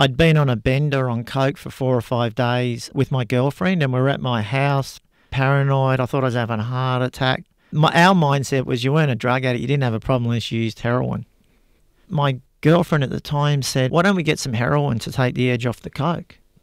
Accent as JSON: {"language": "English", "town": "Frankston", "region": "Victoria", "country": "Australia", "tie": "born or raised there", "said": "And because I was in the music scene and I grew up in Frankston, it introduced me to a whole nother level of drug use."}